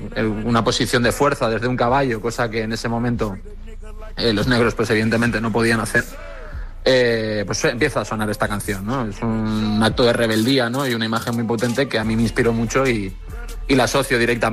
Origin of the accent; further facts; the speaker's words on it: Fuerteventura, Canary Islands, Spain; Me crio en Fuerteventura, aunque mi acento no lo indica así, yo me crio en Fuerteventura, entonces vivimos la crisis de los cayucos.